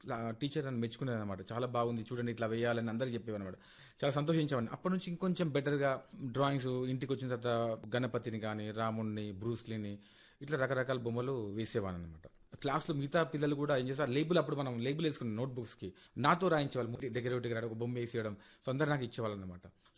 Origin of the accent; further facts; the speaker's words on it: Hyderabad, Telangana, India; Sir నేను పుట్టింది సైదాబాద్లో sir.